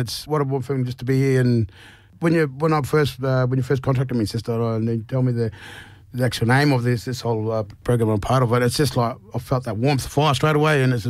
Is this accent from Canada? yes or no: no; Western Australia, Australia; born there; Look, I was born in Noongar at Mission in WA.